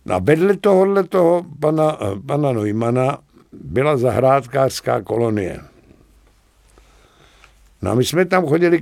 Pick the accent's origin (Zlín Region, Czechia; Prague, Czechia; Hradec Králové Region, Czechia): Prague, Czechia; also born or lived in Buštěhrad; Tak já jsem měl nejhezčí, nejkrásnější dětství a mládí na Žižkově. Já jsem teda, my jsme bydleli na Vinohradech, měli jsme krásný byt